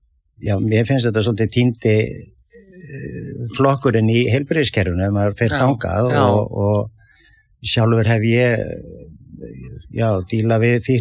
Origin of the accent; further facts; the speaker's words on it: Reykjavík, Capital Region, Iceland; also born or lived in Hverfisgata, downtown Reykjavík; Sko, ég elst upp í Álftamýrinni og síðan flytjum við nýr í miðbæ þegar ég er 11 ára